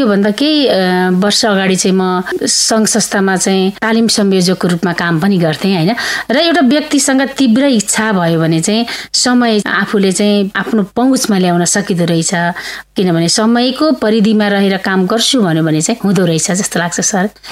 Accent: Dhankuta District, Koshi Province, Nepal; म जन्मिएको जिल्ला धनकुटा जिल्लाको पेरिफेरीमा मैले बालापनमा बिताएका अनुभूतिहरूलाई

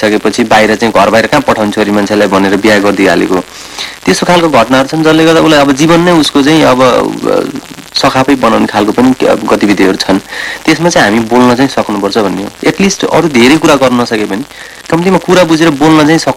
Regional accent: Lumbini Province, Nepal; म चाहिँ नितान्त एकदमै गाउँमा कपिल वस्तुको पनि एकदम बोर्डर छेउको गाउँमा बस्ने भएको भएर मेरो घर नै त्यहीँ भएको भएर

